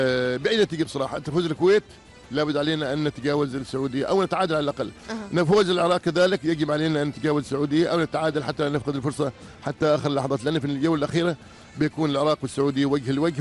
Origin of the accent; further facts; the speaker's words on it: Jeddah, Makkah Province, Saudi Arabia; إحنا جينا هنا من السعودية في جدة من أجل المنتخب